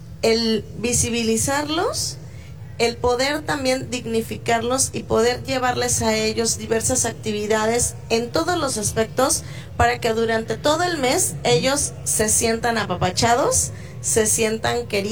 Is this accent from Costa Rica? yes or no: yes; Costa Rica; Somos muchos costarricenses, sí, y entre todos podemos aportar nuestro granito de arena